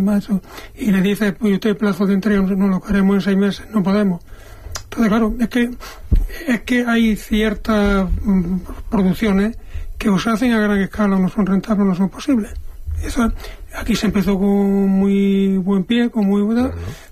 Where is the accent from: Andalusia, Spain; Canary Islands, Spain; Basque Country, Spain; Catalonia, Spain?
Andalusia, Spain; Linares; also born or lived in Mengíbar; yo que soy un cateto de Linares, aunque nací en Mengíbar